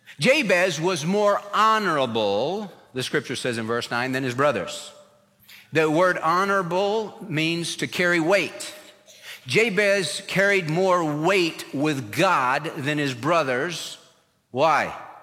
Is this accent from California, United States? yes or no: yes; California, United States; When I was a little kid, we had a pool in my backyard growing up in California.